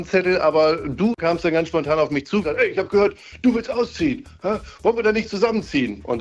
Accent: Ritterhude, Lower Saxony, Germany; ich komme halt aus dem Speckgürtel, ne? Niedersachsen-Umland.

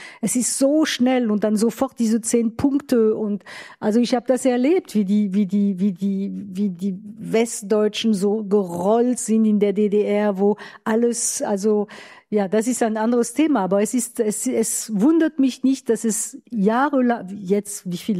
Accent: France; German is a second language; moved away; ich war nicht Wessi. Ja, ich war Französin

